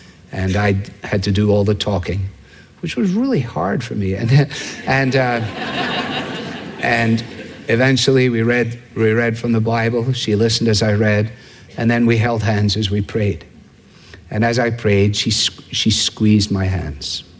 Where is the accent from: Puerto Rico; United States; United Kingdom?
United Kingdom; Scotland; As a Scotsman, it appeals to me.